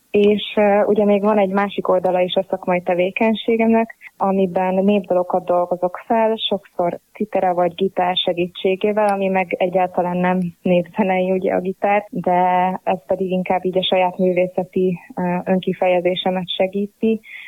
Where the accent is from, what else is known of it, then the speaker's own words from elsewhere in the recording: Upper Hungary, Slovakia; felvidéki magyar vagyok, szlovákiai magyar vagyok